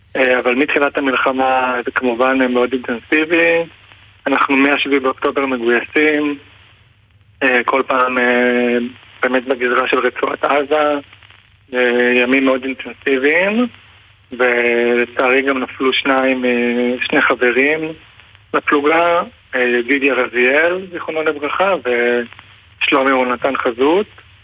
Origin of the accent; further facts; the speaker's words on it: Southern District, Israel; moved away as an adult; now in Nahariya, Israel; בדיוק עברתי לנעריה. אני נולדתי וגדלתי בקיבוץ רביבים. אני חבר בתנועת תרבות, חי פה בקיבוץ עירוני.